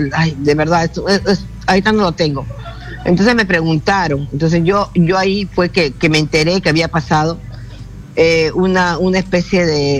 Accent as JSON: {"language": "Spanish", "country": "Peru", "said": "somos nacionalistas, porque como nacionalistas y peruanos trabajamos y nos sacamos el ancho."}